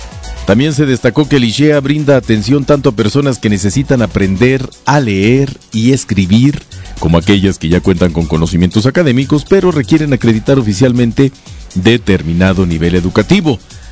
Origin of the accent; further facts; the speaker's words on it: Mexico; Nosotros como mexicanos, ¿qué hacemos por nuestro país?